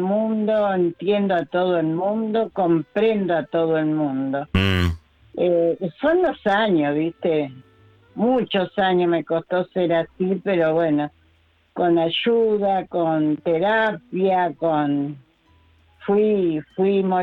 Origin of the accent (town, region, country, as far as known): Hurlingham, Buenos Aires Province, Argentina